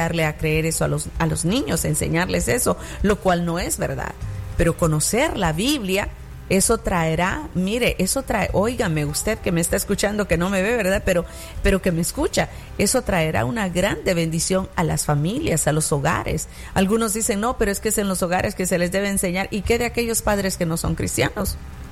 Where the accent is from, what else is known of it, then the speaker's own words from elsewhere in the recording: Santa Rosa de Lima, La Unión, El Salvador; now in United States; en la ciudad de Santa Rosa de Lima, en mi país, El Salvador.